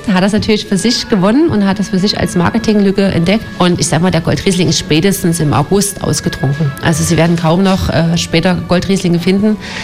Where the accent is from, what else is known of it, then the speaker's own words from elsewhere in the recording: Radebeul, Saxony, Germany; Ich komme aus Radebeul, da kennt man die Winzer.